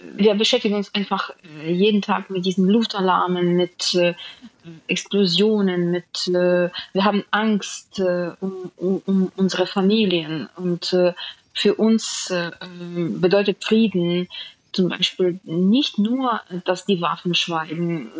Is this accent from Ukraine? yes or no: yes; Ukraine; die Ukraine ist meine Heimat und hier sind meine Arbeit, meine Freunde, meine Erinnerungen. Mein ganzes Leben ist mit der Ukraine verbunden.